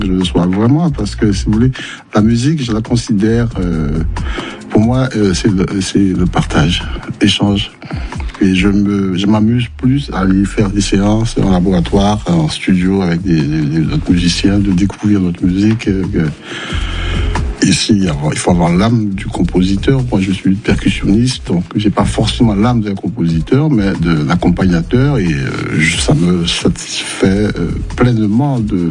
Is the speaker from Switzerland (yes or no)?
no; Capesterre-Belle-Eau, Guadeloupe; born there; moved away; Capesterre, ma commune, parce que je suis capestérien, la plus belle et grande commune de Guadeloupe.